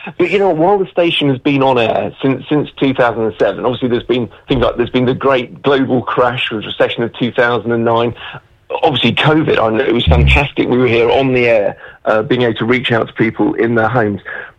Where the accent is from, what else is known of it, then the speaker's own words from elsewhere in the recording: London, United Kingdom; moved away as an adult; now in Bournemouth, Christchurch and Poole, United Kingdom; I'm a Londoner, so I've only been here since 2017